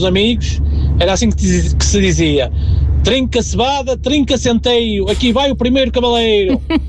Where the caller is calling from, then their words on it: Vila Nova de Gaia, Norte, Portugal; zona de Gaia, que é de onde eu sou